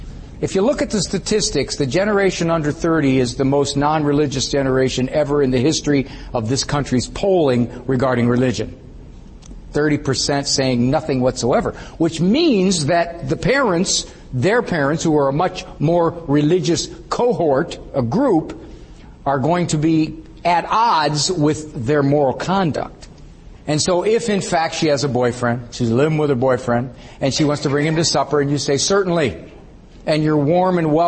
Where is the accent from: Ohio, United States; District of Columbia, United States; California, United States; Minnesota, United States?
Ohio, United States; Cleveland; Actually, I'm from Cleveland. And so Cleveland sports fans are 90% scar tissue.